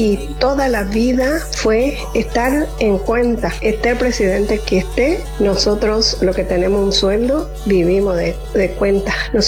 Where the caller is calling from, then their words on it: Resistencia, Chaco, Argentina; de Residencia